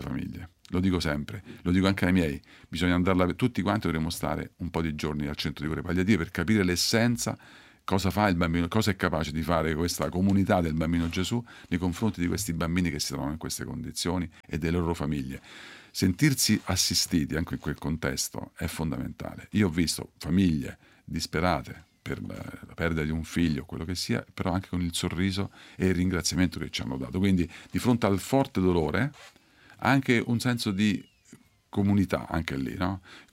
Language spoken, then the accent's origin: Italian; Rocca di Papa, Lazio, Italy; io sono di Rocca di Papa, sì, un paesino dei Castelli Romani.